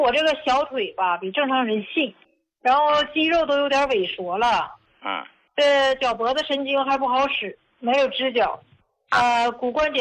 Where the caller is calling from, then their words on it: Heilongjiang, China; 我是黑龙江的。我今年66岁